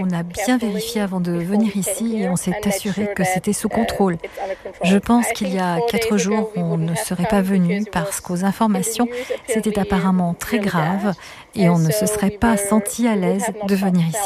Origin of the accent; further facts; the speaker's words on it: Baden-Württemberg, Germany; Je viens d'Allemagne, de la région de Stuttgart.